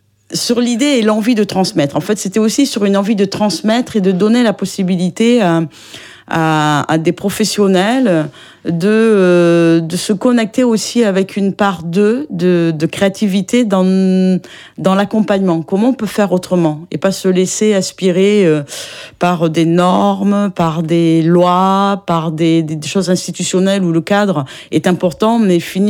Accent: Langon, Nouvelle-Aquitaine, France; born there; moved away as an adult; also born or lived in Réunion; now in Finistère, France; Je suis du Sud-Ouest, je suis née à Langon. Et je suis partie à 22 ans, travailler 11 ans et vivre 11 années de ma vie à l'île de la Réunion.

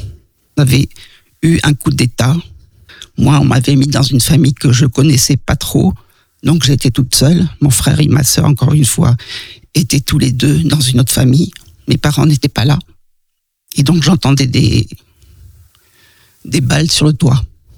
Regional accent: Madagascar; quand je dis que j'ai été élevé en Afrique ou à Madagascar, on me dit tout le temps que j'ai beaucoup de chance.

